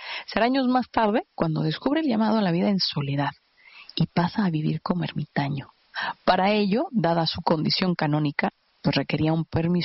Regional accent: Chihuahua, Mexico; me casé en la parroquia de San Charbel, en mi ciudad natal, en Chihuahua.

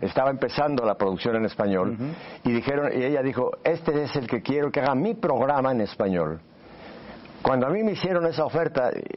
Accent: Mexico City, Mexico; also born or lived in Spain; yo tuve la fortuna de nacer en esa bellísima Ciudad de México. Me crié en Ciudad de México. Toda mi formación fue con los jesuitas.

